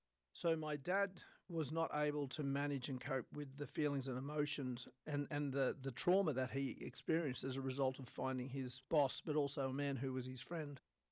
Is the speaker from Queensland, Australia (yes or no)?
no; Wilcannia, New South Wales, Australia; born or raised there